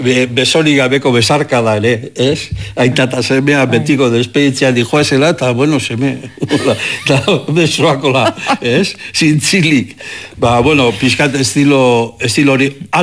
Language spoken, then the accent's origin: Basque; Legazpi, Basque Country, Spain; born there; ni jaio nintzen herria bezala, Lehazpi bezala